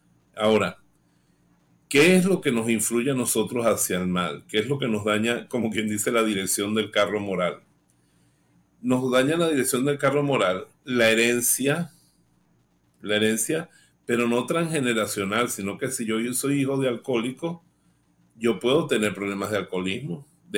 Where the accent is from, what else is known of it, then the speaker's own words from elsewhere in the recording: Venezuela; en Venezuela curucutear es un verbo que inventamos nosotros